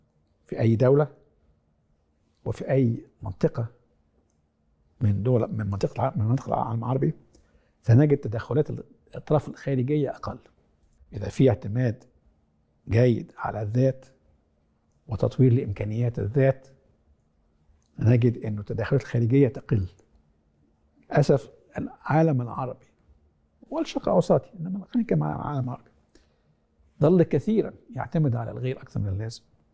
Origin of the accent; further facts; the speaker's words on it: Egypt; انا مصري طبعا النخاع